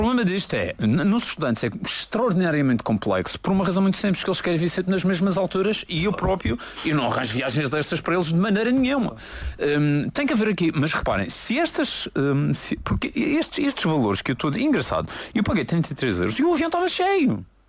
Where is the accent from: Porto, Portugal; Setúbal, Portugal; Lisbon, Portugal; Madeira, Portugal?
Madeira, Portugal